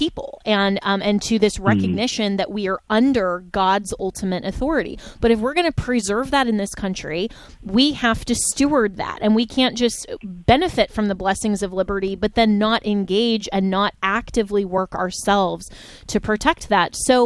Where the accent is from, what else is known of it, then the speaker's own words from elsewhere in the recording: Florida, United States; You know, here in my home state of Florida